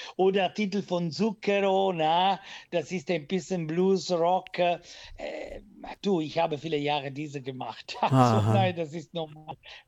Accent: Italy; German is a second language; also als Italiener, ich bin mit italienischer Musik verwechselt.

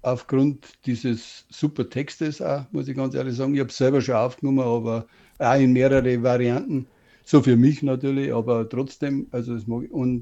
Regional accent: Bavaria, Germany; Ja, ich fühle mich auf alle Fälle wohl in meiner Heimat, das ist überhaupt keine Frage.

